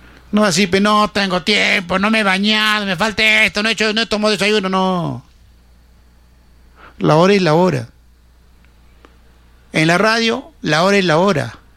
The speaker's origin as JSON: {"language": "Spanish", "town": "Cerro Colorado", "region": "Arequipa", "country": "Peru", "tie": "born there", "said": "Yo nací en Cerro Colorado, en el sector de Zamácola."}